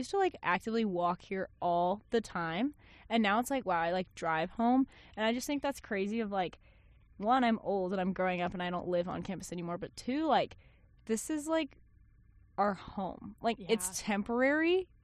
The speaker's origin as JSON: {"language": "English", "town": "Liberty", "region": "Missouri", "country": "United States", "tie": "born there", "also_born_or_lived": "Iowa", "said": "Born and raised in Iowa. Moved to Missouri."}